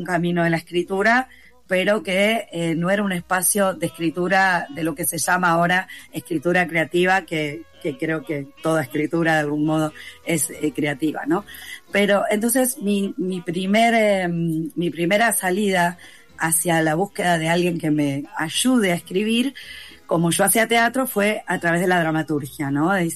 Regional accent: Lanús, Buenos Aires Province, Argentina; born there; yo soy nacida en Lanús, y cuando yo empecé muy joven, muy chica, a ir a estudiar teatro a la ciudad de Buenos Aires

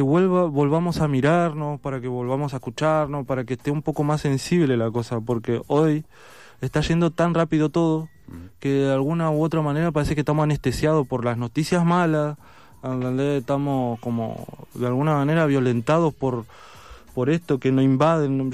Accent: Quilmes, Buenos Aires Province, Argentina; also born or lived in La Boca, Buenos Aires; yo vivía toda la vida, yo tengo 35 años y viví toda mi vida en Villa Itatí. Yo nací en el barrio La Boca, pero nada, me crié en Villa Itatí, hasta el día de hoy vivo en Villa Itatí.

